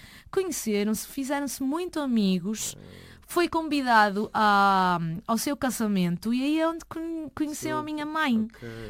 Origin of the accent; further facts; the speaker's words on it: Galicia, Spain; deram-lhe a escolher e ele decidiu voltar para a Galiça, e foi por isso que eu terminei sendo galega.